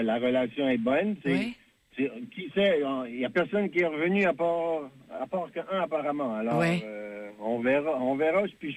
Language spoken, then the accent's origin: French; Anse-Bleue, New Brunswick, Canada; now in Moncton, Canada; Oui, un gars d'Anse Bleue.